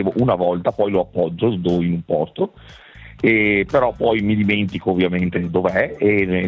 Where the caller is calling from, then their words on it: Padua, Veneto, Italy; sono veneto